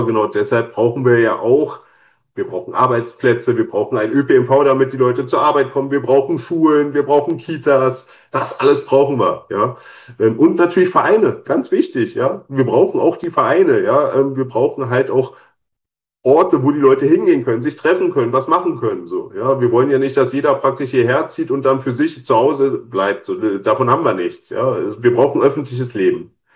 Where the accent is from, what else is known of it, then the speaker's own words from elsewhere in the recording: Berlin, Germany; ja, ich sag jetzt mal, als Berliner, der ja nur Berlin und sein Speckgürtel kennt